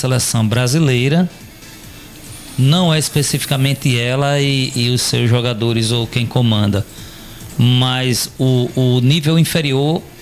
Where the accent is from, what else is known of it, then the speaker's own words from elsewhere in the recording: Brazil; eu sou brasileiro.